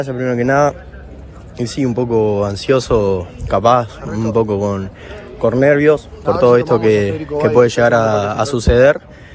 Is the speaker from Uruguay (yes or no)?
yes; Montevideo, Uruguay; No, soy de Montevideo.